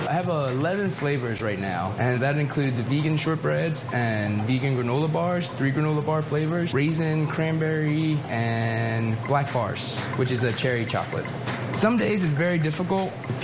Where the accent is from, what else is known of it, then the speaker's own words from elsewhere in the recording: Woodland, New Jersey, United States; When I was younger, I'm from Woodland in South Jersey. It's kind of a rough neighborhood, and my mom wouldn't really let me go out at night.